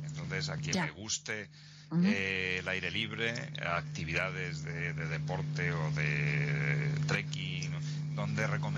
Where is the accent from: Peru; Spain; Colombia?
Spain; Siendo español